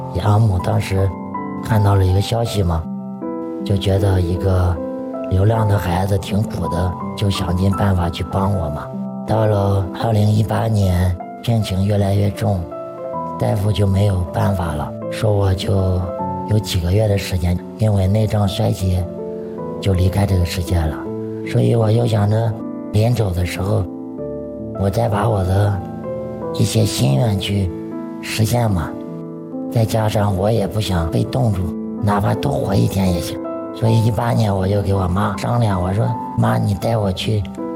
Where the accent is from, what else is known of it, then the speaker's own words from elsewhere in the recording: Heze, Shandong, China; 来自山东菏泽一个农村的家庭，今年36岁了。